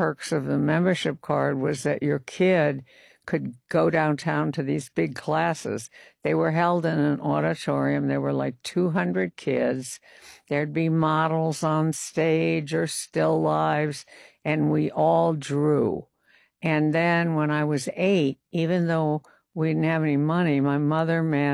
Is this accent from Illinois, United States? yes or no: yes; Chicago, Illinois, United States; And I grew up in Chicago at 5.